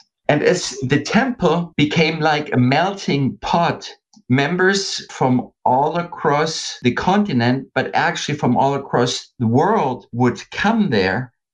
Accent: West Germany, Germany; Ray, you might know that I'm from the West.

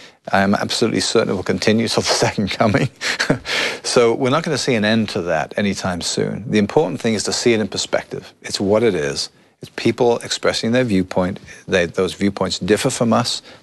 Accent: Liverpool, North West England, United Kingdom; moved away; I grew up in Liverpool, England, and that's where I was first exposed to the church.

